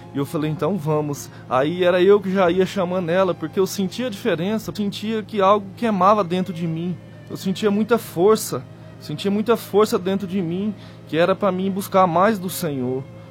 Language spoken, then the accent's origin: Portuguese; Uberlândia, Minas Gerais, Brazil; eu sou de Uberlândia, Minas Gerais, congrego na igreja pentecostal Deus é Amor, anexo, bairro Brasil.